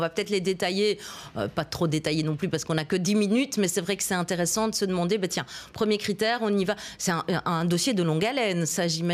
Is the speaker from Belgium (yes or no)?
yes; Belgium; born there; Mes grands-parents sont arrivés en Belgique, ils étaient italiens. Ma maman est née en Italie. Moi, je suis née en Belgique. Donc moi, on considère que je suis d'origine belge, alors. Pas italienne.